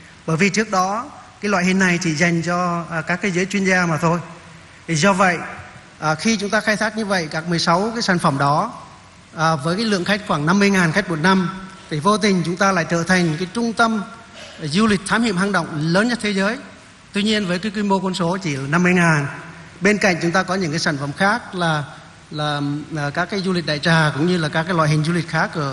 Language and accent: Vietnamese; Quang Binh, Vietnam; born there; Tôi là người Phong Nha - Kẻ Bàng, tôi sinh ra ở đó